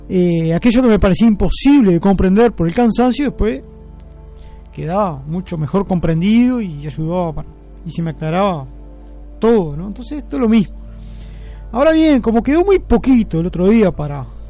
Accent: Uruguay

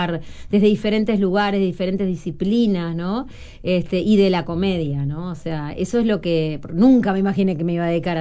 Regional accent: Canelones, Uruguay; Yo soy de Canelones

